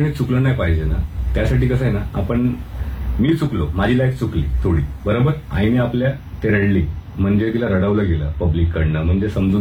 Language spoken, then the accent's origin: Marathi; Mumbai, Maharashtra, India; मी त्या तिथून त्या लालबागपासून आलोय, मी त्या एरियातनं असं आलोय